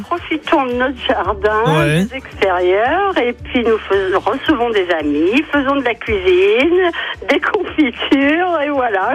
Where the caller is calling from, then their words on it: France; Je vous appelle de Beausset.